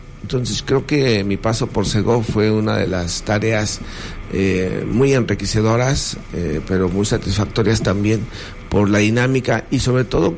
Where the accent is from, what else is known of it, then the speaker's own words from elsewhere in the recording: Paracho, Michoacán, Mexico; Yo soy originario de Paracho.